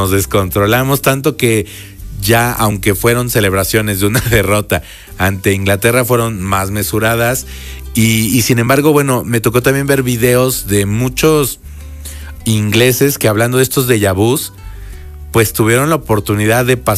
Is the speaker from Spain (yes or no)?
no; Mexico; Creo que sí nos emocionó mucho a nosotros por ser mexicanos